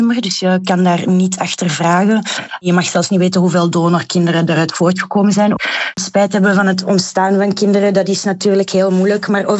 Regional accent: Flanders, Belgium; Mijn vriend die komt uit Wallonië en ik kom uit Vlaanderen. Dus de ideale combinatie om te tonen dat we Belg zijn.

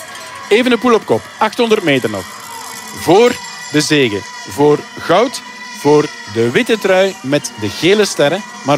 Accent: Belgium; we zijn Belgen.

